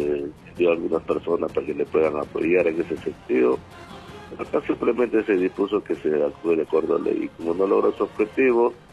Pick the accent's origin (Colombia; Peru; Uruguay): Peru; Iquitos, Loreto; moved away; Sí, yo soy de acá de Iquitos